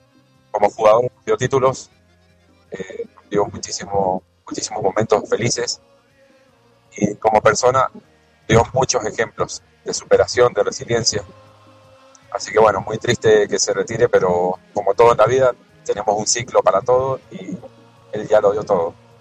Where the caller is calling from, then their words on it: Luján, Buenos Aires Province, Argentina; de Luján.